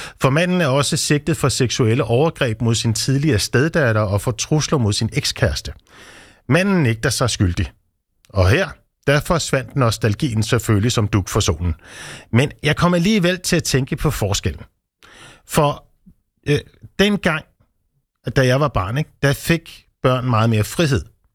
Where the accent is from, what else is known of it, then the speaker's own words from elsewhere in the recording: Sandby, Zealand, Denmark; Da jeg var barn i Sandby på Vestlolland